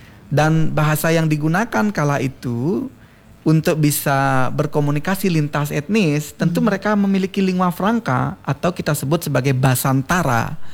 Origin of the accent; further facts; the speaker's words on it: Bali, Indonesia; first language Balinese; Indonesian is a second language; Jadi bukan hanya saat ini kita sebagai orang Bali menuturkan bahasa Bali sebagai bahasa ibu, lalu bahasa Indonesia sebagai bahasa nasional